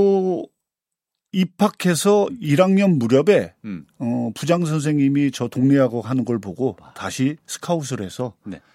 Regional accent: Seoul, South Korea; also born or lived in North Jeolla; 좀 아쉽게도 서울에서 학교를 다 다니게 됐습니다.

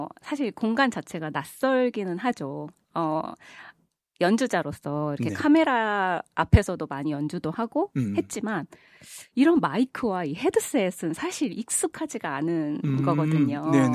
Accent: Seoul, South Korea; moved away as an adult; also born or lived in Mokpo; now in Jeonju, South Korea; 저는 서울에서 왔습니다

